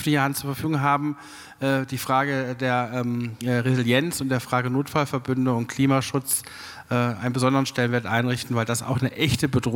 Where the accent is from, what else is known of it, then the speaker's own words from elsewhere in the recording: Kassel, Hesse, Germany; wir beide, Frau Tivasenius und ich, wir kommen aus Kassel.